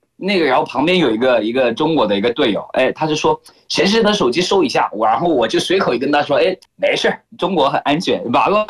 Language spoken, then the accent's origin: Chinese; Cameroon; Chinese is a second language; 我来自喀麦隆的